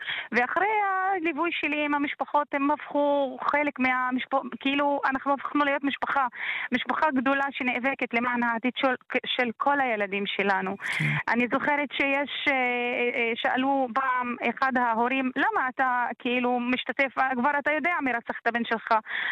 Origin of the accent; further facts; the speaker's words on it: Shefa-'Amr, Northern District, Israel; אני משפרעם